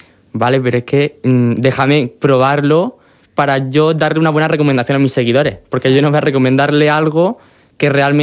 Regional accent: Murcia, Region of Murcia, Spain; yo soy de Murcia.

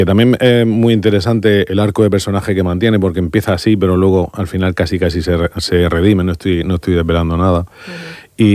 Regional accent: Mula, Region of Murcia, Spain; Al final yo soy muleño de raíces y de convicción. Y creía que el día del lanzamiento tenía que hacerlo en mi pueblo.

